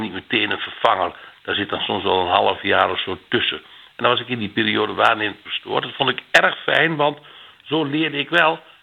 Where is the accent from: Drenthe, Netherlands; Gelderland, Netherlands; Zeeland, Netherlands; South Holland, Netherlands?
Gelderland, Netherlands; Gaanderen; now in Groningen, Netherlands; geboren en getogen in de Gelderse Achterhoek in Gaanderen bij Doetinchem. Jongste in ons gezin. Ik heb nog drie broers.